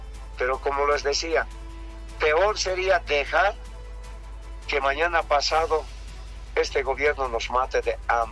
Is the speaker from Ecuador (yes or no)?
no; Bolivia; nosotros como bolivianos y bolivianas